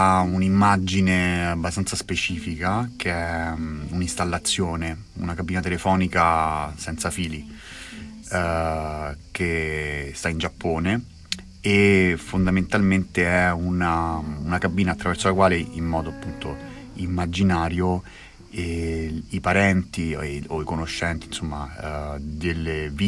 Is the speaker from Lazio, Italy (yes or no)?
yes; Rome, Lazio, Italy; Io sono di Roma, quindi i primi due colori che mi vengono in mente è giallo e rosso.